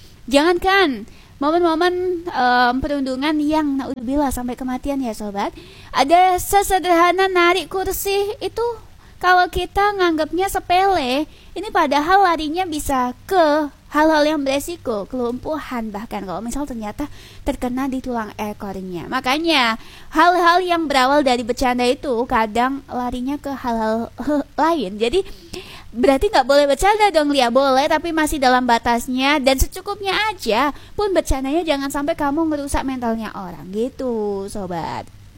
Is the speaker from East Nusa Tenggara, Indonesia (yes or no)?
no; Lamongan, East Java, Indonesia; Kita sebagai warga Lamongan